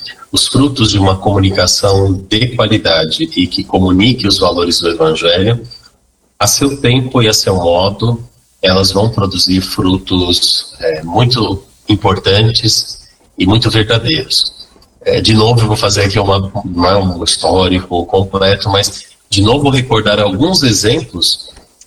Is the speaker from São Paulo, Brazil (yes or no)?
yes; São Paulo, Brazil; eu sou natural de São Paulo, capital, e cresci com minha mãe ouvindo os cassetes